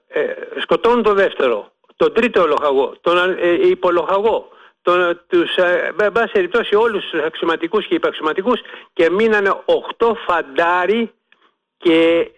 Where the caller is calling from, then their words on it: Ano Boularioi, Peloponnese, Greece; είμαστε από το Γερολιμένα. Με το Επίνιο στο Γερολιμένα και από τους Πάνω Μπουλαριούς, το συγκεκριμένο μας χωριό.